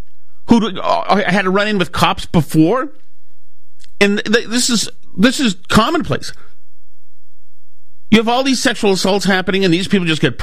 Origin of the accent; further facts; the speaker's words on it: Winchester, Massachusetts, United States; I grew up in Winchester. We used to have the Sachems.